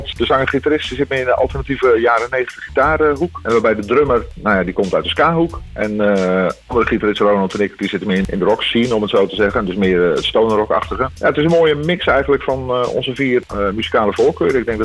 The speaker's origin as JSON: {"language": "Dutch", "region": "Utrecht", "country": "Netherlands", "lives_now": "Woerden, Netherlands", "said": "Ik kom zelf oorspronkelijk uit Utrecht, woon nu in Woerden."}